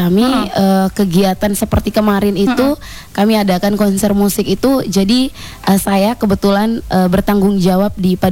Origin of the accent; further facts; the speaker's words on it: Ende, East Nusa Tenggara, Indonesia; Misalnya kita orang Ende itu